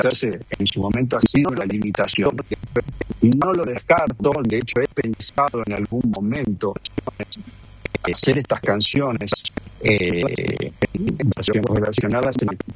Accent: Argentina; accent: Argentine; de nuestro acento argentino, porque yo lo llevo con mucha honra

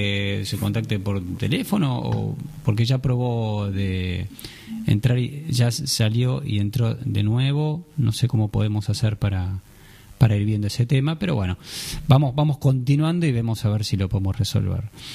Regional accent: Buenos Aires, Argentina; claramente yo no crecí en otra provincia, yo crecí en Buenos Aires

